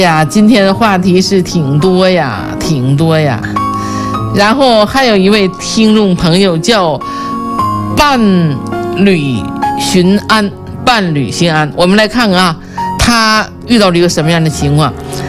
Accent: Northeast China, China; 这个膈应应该是我们东北人的哈，东北人的一个是不是方言呢？

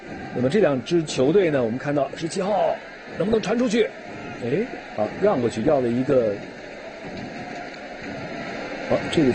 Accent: Shenyang, Liaoning, China; 延边队的主裁判主教练是我们沈阳人张鹏

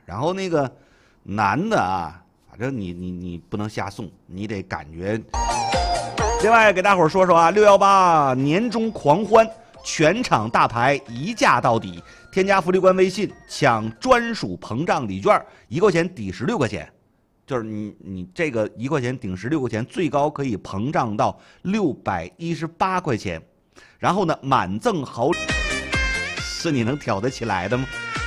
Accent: Northeast China, China; 作为一个东北的，就是咱们这种城市啊

